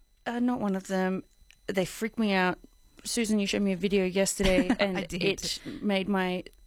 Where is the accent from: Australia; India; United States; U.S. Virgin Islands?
Australia; Queensland; But I think it's because growing up in North Queensland, they're in the backyard.